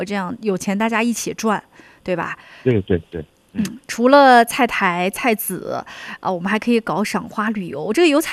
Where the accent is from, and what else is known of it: Xinjiang, China